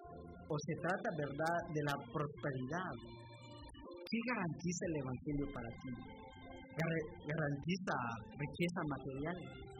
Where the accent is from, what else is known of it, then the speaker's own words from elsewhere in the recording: Guatemala; now in United States; en mi país, en Guatemala